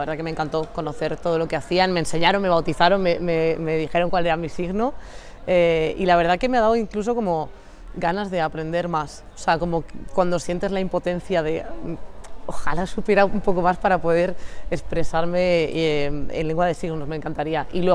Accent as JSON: {"language": "Spanish", "region": "Galicia", "country": "Spain", "said": "Son de mi tierra, de Galicia"}